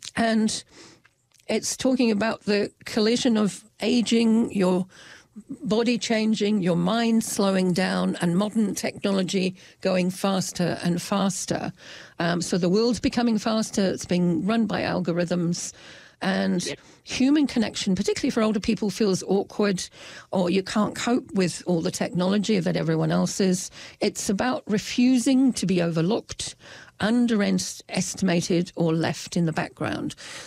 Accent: England, United Kingdom; now in New Zealand; And in fact, I come from England, so I'm still

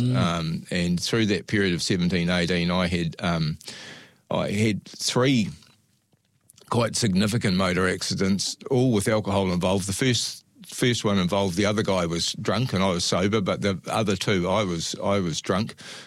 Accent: Christchurch, Canterbury, New Zealand; Yep, I grew up in Linwood Ave in Christchurch, and what I would consider to be a pretty normal working class family.

